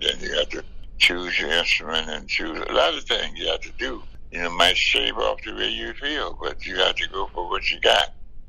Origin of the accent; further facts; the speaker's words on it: South Carolina, United States; now in Pittsburgh, United States; First I came from South Carolina. I'm at the Pittsburgh.